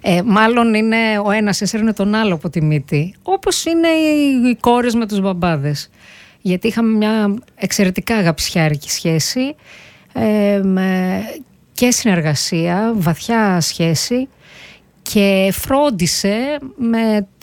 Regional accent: Greece; σαν Ελληνίδα πολίτης

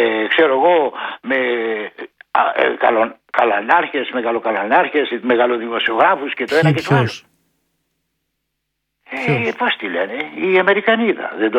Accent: Greece; Εγώ είμαι Έλληνας φορολογούμενος

